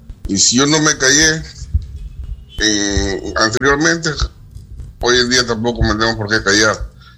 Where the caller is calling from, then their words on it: Motupe, Lambayeque, Peru; agradecer por permitirme dirigir unas palabras a mi pueblo.